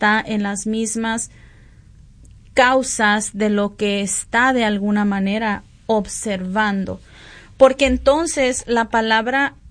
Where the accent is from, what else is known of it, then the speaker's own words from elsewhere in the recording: Sonora, Mexico; los que somos de Sonora, ¿verdad?